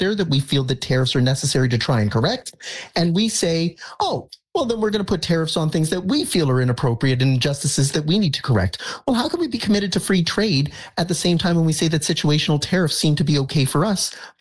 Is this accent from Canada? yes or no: yes; Canada; I'm a Canadian